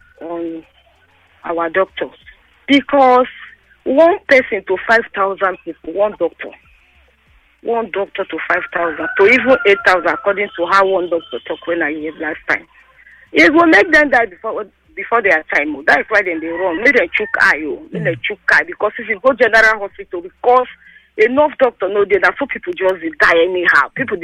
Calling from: Lagos, Nigeria; I come from Maryland.

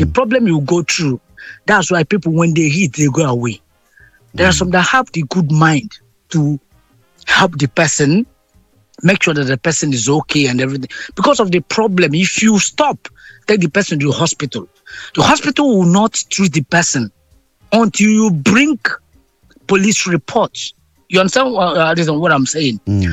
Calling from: South Korea; I'm calling you from South Korea.

